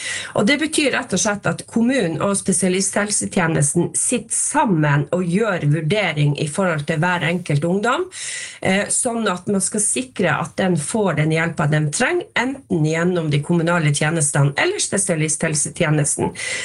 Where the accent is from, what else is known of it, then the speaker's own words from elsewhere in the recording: Nordland, Norway; jeg kommer selv fra Nordland.